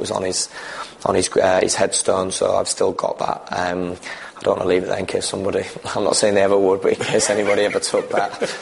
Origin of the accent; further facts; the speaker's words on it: Hull, Yorkshire and the Humber, United Kingdom; my family are from Hull. I was brought up in Hull, and I'll never leave Hull.